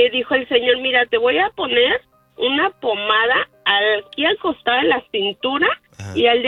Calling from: Uruapan, Michoacán, Mexico; yo soy de Uruapan.

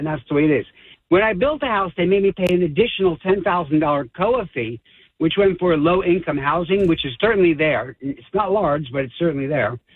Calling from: Millstone, New Jersey, United States; I live in Millstone, which I love.

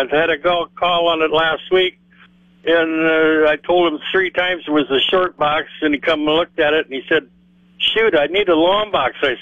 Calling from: Dakota City, Nebraska, United States; I'm in Dakota City, Nebraska.

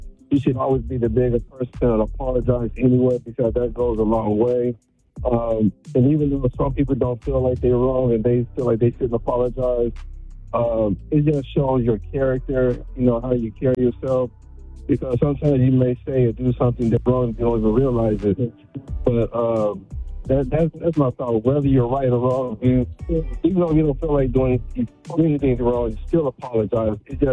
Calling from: Columbus, Ohio, United States; calling from Columbus, Ohio.

